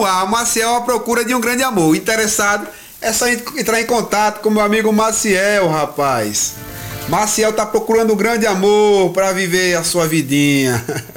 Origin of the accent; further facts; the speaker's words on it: Brazil; minha querida Vila Matias, eu amo meu bairro, viu? Por isso que eu nunca saí da Vila Matias, nasci e me criei ali dentro e nunca vou sair não.